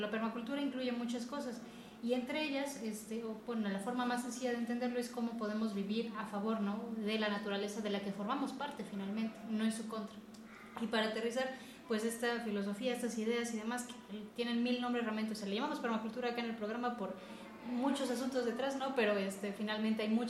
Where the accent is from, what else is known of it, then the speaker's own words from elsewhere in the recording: Puebla, Mexico; born there; yo soy poblana finalmente de nacimiento, mi familia es dispersa, ¿no?, de cada uno un lugar diferente, y de alguna forma me he desarrollado, ¿no?, justamente en estas tierras benditas que nos han recibido